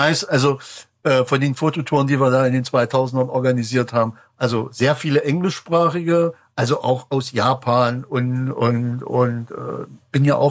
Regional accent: Saxony-Anhalt, Germany; Und dann fragt er, wo ich herkomme, und dann sagten wir, also ein kleiner Ort zwischen, also wer kennt Stendal, ne?

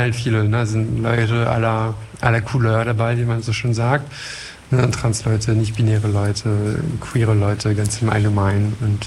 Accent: France; now in Berlin, Germany; Ich komme aus Frankreich ursprünglich. Ich wohne aber seit Ewigkeiten schon hier in Berlin, in Deutschland.

